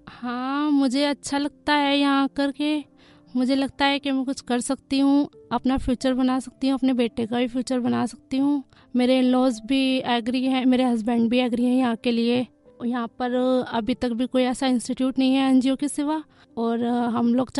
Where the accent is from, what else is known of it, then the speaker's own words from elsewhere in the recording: Agra, Uttar Pradesh, India; मैं आगरा से बिलोंग करती हूँ।